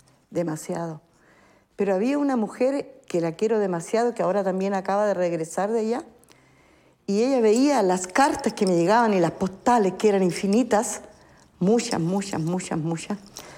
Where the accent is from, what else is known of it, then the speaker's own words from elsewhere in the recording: Chile; moved away as an adult; also born or lived in Australia; y nosotros habíamos como 4 chilenos